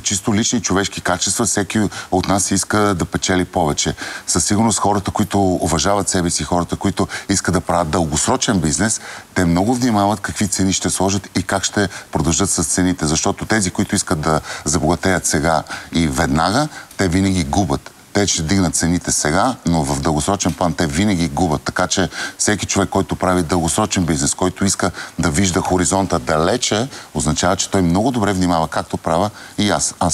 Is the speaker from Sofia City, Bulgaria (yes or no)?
yes; Sofia, Sofia City, Bulgaria; Аз съм софиянец, роден съм тук, моята баба е родена тук